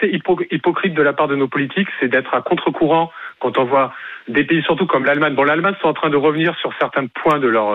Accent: Marseille, Provence-Alpes-Côte d'Azur, France; moved away as an adult; now in Luxembourg; Moi, j'ai grandi à Marseille

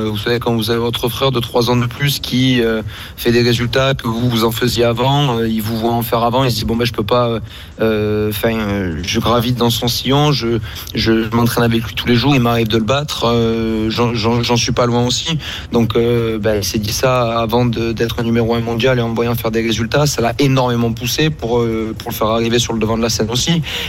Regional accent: Marseille, Provence-Alpes-Côte d'Azur, France; nous sommes originaires de Marseille

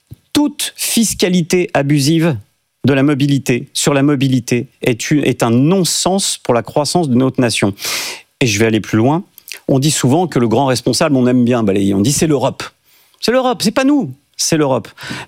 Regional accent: France; Vous savez, je suis français, je suis comme tout le monde, je vois l'état de la dette

